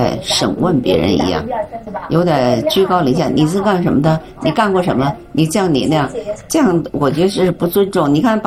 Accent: Beijing, China; 我是北京人。

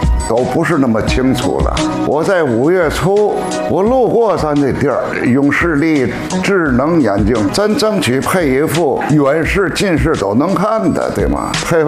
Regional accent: Tianjin, China; 我是天津卫的，我今年81岁

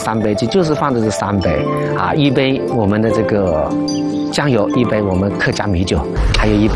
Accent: Ningdu, Jiangxi, China; accent: Ningdu dialect; 我们宁都土话说的哈，做厨师是最不会受饿的。

